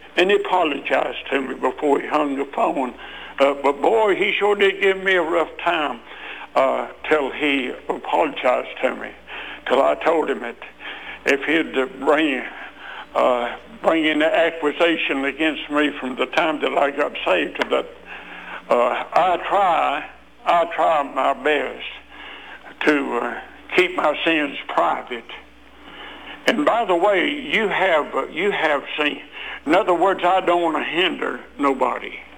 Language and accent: English; Mount Airy, North Carolina, United States; she asked me where I was from, and I probably told her that I was from Mount Airy.